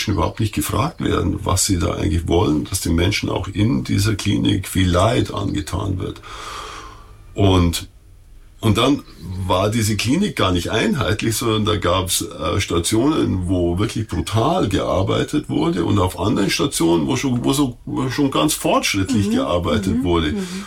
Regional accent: Augsburg, Bavaria, Germany; born there; moved away as an adult; also born or lived in Munich / Kaufbeuren / London / Heidenheim an der Brenz; now in Bremen, Germany; ich bin in Augsburg geboren, habe dann nach dem Medizinstudium in München erstmal im Bayerischen Allgäu gearbeitet.

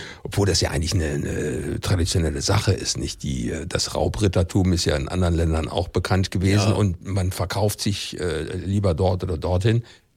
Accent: Germany; bei uns in Deutschland

